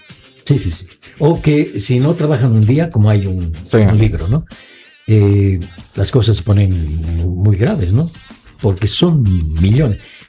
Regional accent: Bolivia

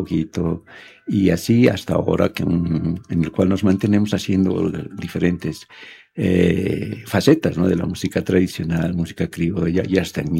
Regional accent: Bolivia; now in New Jersey, United States; la mitad somos de Bolivia.

